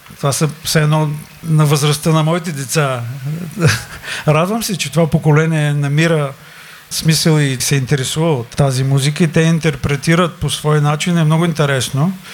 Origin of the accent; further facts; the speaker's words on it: Haskovo, Haskovo Province, Bulgaria; now in Sofia, Bulgaria; Много се радвам, че ще имам възможност да посвиря в моя роден град.